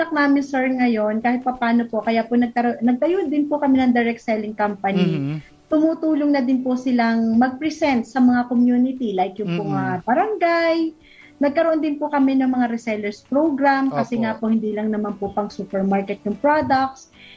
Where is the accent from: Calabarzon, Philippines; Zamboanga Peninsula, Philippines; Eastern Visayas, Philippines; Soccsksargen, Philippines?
Calabarzon, Philippines; Lipa; ako po ang taga-Lipa.